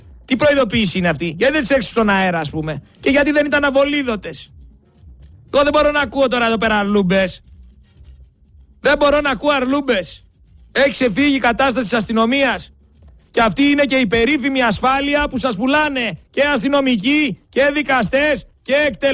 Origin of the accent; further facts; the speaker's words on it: Greece; εμένα που είμαι Έλληνας πολίτης